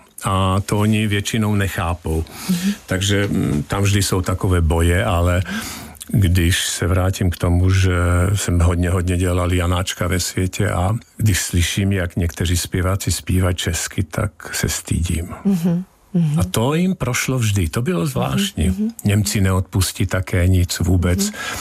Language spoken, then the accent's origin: Czech; Slovakia; accent: Slovak; first language Slovak; Czech is a second language; now in Czech Republic; Tak jak já i v češtině mám akcent pořád. Ten slovenský, ten měkký akcent tam zůstává.